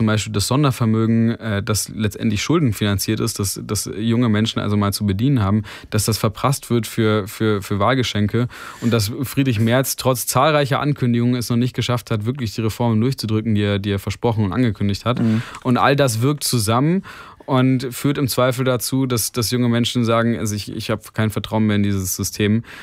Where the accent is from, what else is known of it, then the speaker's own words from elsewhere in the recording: Baden-Württemberg, Germany; Also ich komme jetzt aus Baden-Württemberg